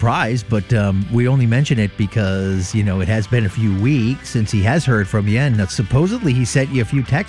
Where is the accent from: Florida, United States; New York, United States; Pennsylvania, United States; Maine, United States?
Maine, United States; Biddeford; I grew up in Biddeford, so I grew up a lot of French people in my life.